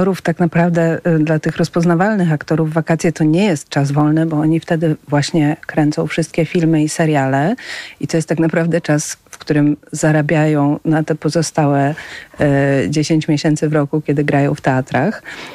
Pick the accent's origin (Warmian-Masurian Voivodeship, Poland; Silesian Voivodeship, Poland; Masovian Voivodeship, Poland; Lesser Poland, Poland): Masovian Voivodeship, Poland; Warsaw; born there; ja jestem warszawianką z urodzenia i ja w Zamku Królewskim, może byłam raz w życiu, wstyd przyznać, z jakąś wycieczką szkolną